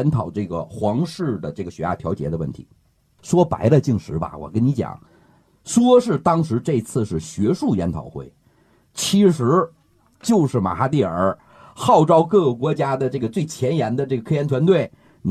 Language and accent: Chinese; China; 我一个中国人得到国外才知道